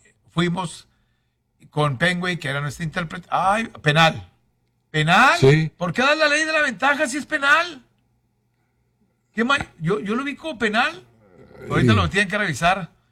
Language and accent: Spanish; Mexico; Pues sí, ahí vivimos enfrente, somos mexicanos, pero rentamos el departamento por un año.